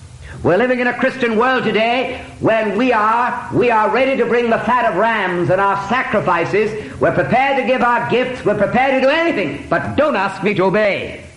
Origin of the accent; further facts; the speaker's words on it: Angola; also born or lived in Zambia; I was born in Africa, in a little place called Sakaji Hill, away up there in Northern Rhodesia, as it was then, now Zambia. You say, Didn't you come from Angola? Yes, I lived for 17 years of my life in Angola as a missionary kid.